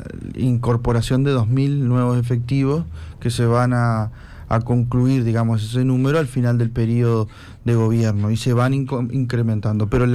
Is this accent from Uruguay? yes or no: yes; Colonia, Uruguay; soy de Colonia.